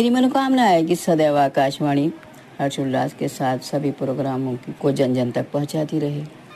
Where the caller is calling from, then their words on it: Bijnor district, Uttar Pradesh, India; मैं ग्राम पुरैनी की निवासी हूँ।